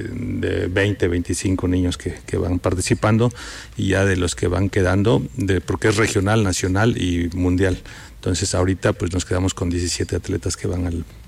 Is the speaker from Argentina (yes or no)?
no; Oaxaca, Mexico; Que también somos pues oaxaqueños y mexicanos que vamos a representar en este momento a nuestro país